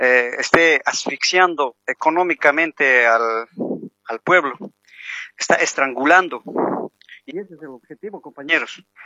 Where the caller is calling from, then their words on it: Cochabamba, Bolivia; desde Cochabamba